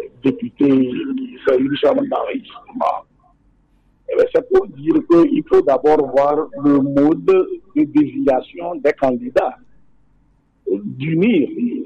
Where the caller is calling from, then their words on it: Légbassito, Maritime, Togo; De Legbacito.